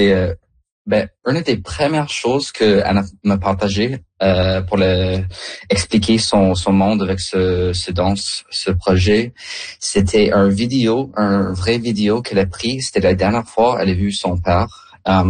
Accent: Kingston, Ontario, Canada; French is a second language; Comme moi, quand j'ai grandi en Kingston, j'ai pas connu comme des gens français. C'était pas vraiment une partie de ma vie, de tout.

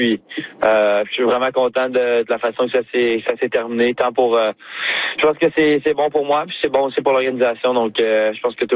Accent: Quebec, Canada; Comme t'as dit, en tant que Québécois, de jouer pour le Canadien, c'est spécial.

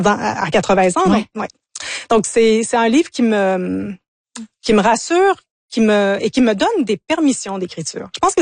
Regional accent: Ontario, Canada; first language English; French is a second language; also born or lived in United States / England; Moi, je suis franco-ontarienne au départ, donc j'ai grandi dans l'univers anglophone. Mmh. J'ai vécu aux États-Unis, en Angleterre.

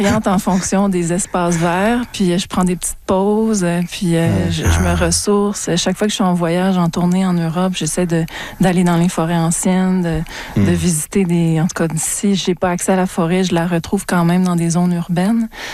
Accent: Montreal, Quebec, Canada; parce que moi, je suis une Montréalaise, donc je suis née ici.

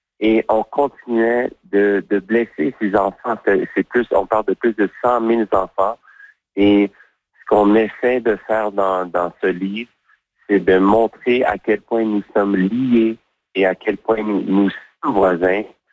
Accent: Montreal, Quebec, Canada; Je suis originaire de Montréal et je suis un des Canadiens

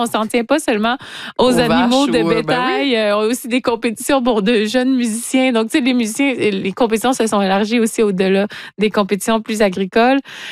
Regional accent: Rimouski, Quebec, Canada; Parce que moi, quand j'étais jeune, c'est mon enfance à Rimouski d'aller à l'exposition agricole.

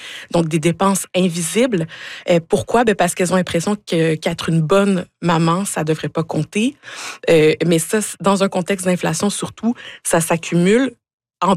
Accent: Gatineau, Quebec, Canada; je suis originaire de Gatineau, puis j'ai de la famille là-bas.

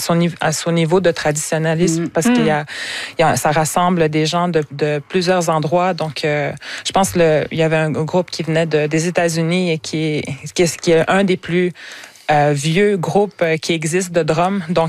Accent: Wemotaci, Quebec, Canada; chez nous, Wemontachi

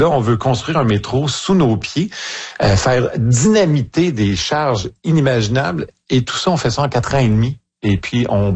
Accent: Montreal, Quebec, Canada; chez nous à Montréal, c'est le maire Sarto Fournier qui est le maire de Montréal.

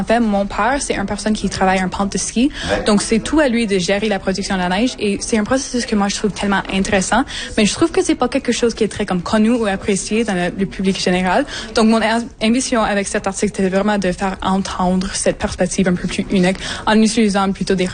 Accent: Manitouwadge, Ontario, Canada; French is a second language; on vient de Manitouage. Moi, je voyage à Marathon pour mes études. Donc, oui, on a un petit pente de ski

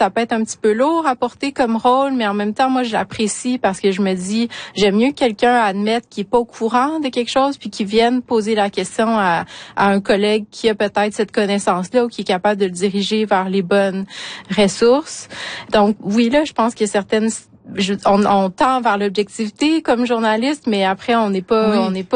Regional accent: Quebec City, Quebec, Canada; comme Chouchan, j'ai grandi à Québec, donc hors communauté.

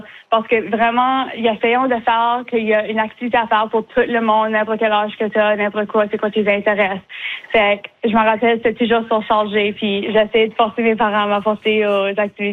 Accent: Bathurst, New Brunswick, Canada; je suis née à Bathurst, j'ai grandi ici, fait toute ma vie

